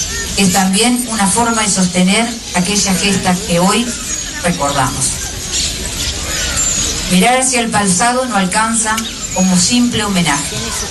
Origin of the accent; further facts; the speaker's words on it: Entre Ríos, Argentina; Como entrerrianos y como argentinos